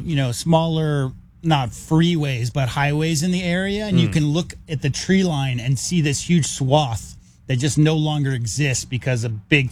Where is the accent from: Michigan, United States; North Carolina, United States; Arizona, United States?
Arizona, United States; Tucson; moved away; also born or lived in Oregon / California / Nevada / Arkansas; because I'm just growing up in Tucson. I've lived in Oregon. I lived in California. I lived in Nevada.